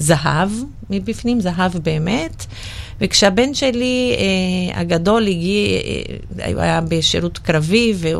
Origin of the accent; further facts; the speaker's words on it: Brazil; now in Israel; ואני ברזילאית.